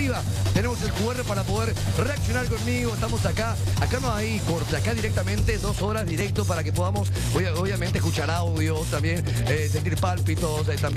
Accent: Fernando de la Mora, Central, Paraguay; born there; Ciudad de Fernando de la Mora. Epa, mi ciudad natal.

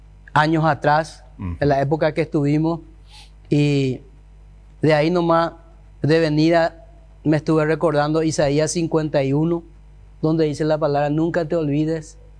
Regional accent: Atyrá, Cordillera, Paraguay; yo soy oriundo de la ciudad

